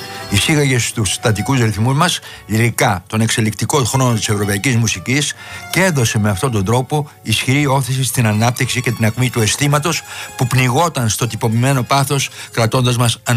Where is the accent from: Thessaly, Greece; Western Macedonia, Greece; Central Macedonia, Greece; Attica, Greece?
Western Macedonia, Greece; Florina; Ο Σάκης από την πατρίδα μου, τη Φλόρινα, μας λείπει